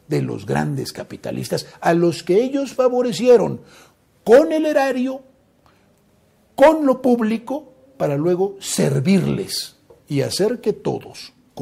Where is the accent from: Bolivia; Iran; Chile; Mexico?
Mexico